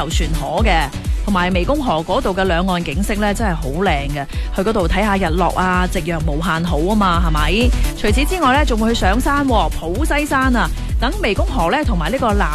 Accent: Shaoguan, Guangdong, China; 韶关乡下我乡下

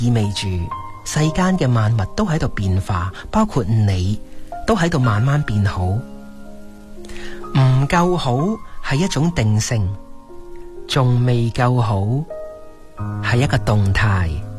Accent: Guangdong, China; 我们广东人

